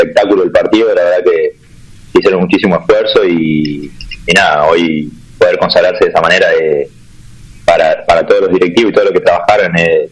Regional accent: Tucumán, Argentina; la verdad que está bueno que seamos todos de ahí de Tucumán y que estemos representando a la provincia de la mejor manera.

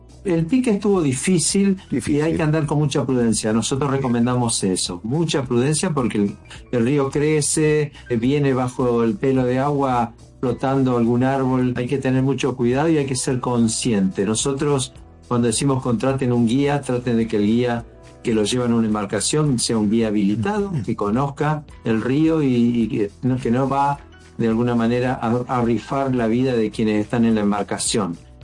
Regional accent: Santa Fe, Argentina; de cómo somos los santafesinos.

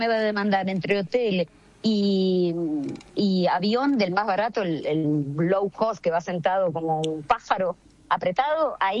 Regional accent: Argentina; dentro del estadio algo va a pasar porque somos argentinos, ¿no? Y tenemos la sangre caliente.

